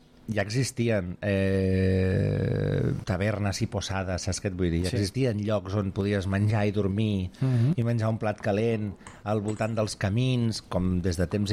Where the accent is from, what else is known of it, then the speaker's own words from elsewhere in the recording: Catalonia, Spain; som catalans